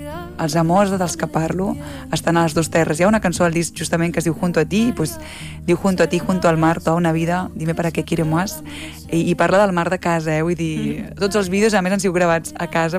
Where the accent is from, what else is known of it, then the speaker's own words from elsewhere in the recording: Catalonia, Spain; also born or lived in Colombia; Jo quan me diuen, d'on eres? Jo dic del Mediterrani. Ja no dic, no? Ja no dic noms concrets, dic el Mediterrani.